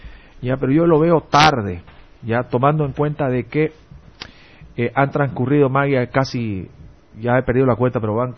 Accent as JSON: {"language": "Spanish", "region": "Santa Cruz", "country": "Bolivia", "said": "ya hablando de nosotros como cruceños"}